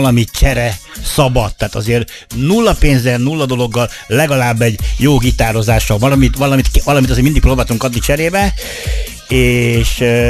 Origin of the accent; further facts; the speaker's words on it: Hungary; Ugye magyarok vagyunk?